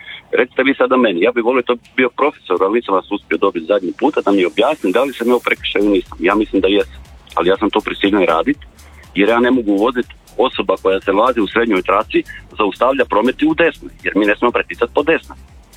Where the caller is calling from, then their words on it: Rijeka, Primorje-Gorski Kotar County, Croatia; iz Rijeke sam, vozim u Zagrebu za Zagrebačku tvrtku